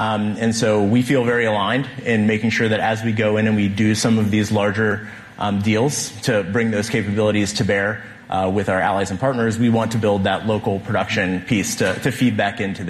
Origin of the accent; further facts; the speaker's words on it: Ohio, United States; I'm from Ohio originally.